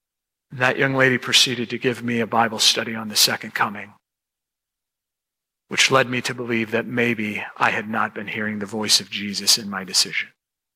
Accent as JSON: {"language": "English", "town": "Chicago", "region": "Illinois", "country": "United States", "tie": "born or raised there", "moved": "yes", "said": "I grew up in Chicago."}